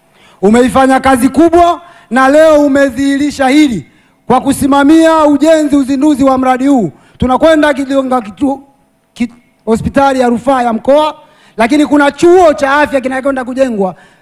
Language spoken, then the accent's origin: Swahili; Rufiji, Pwani, Tanzania; Mimi nimezaliwa Rufiji, mimi nimelelewa Rufiji.